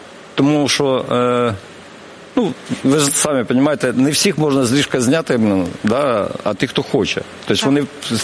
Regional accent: Kyiv, Ukraine; я з Подольського району.

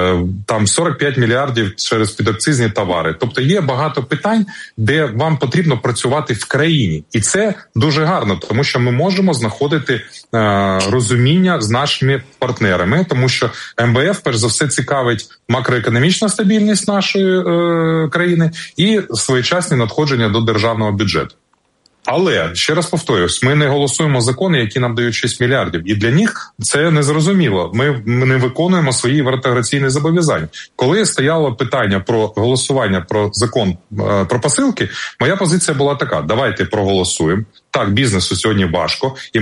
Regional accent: Odesa, Odesa Oblast, Ukraine; я представник міста Одеса, я одесит

